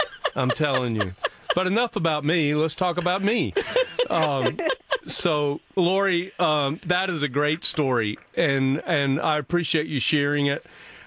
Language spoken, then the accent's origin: English; Alabama, United States; So for me, growing up in South Alabama, we say L.A., which is lower Alabama